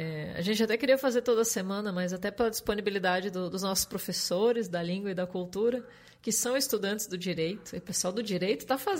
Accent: Santa Catarina, Brazil; now in Rondônia, Brazil; eu que sou de Santa Catarina, né, e é professora também do Sul, né, do Paraná

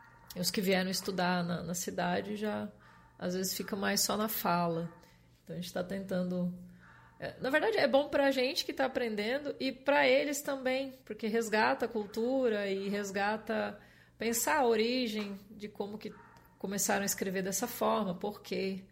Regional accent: Santa Catarina, Brazil; now in Rondônia, Brazil; eu que sou de Santa Catarina, né, e é professora também do Sul, né, do Paraná

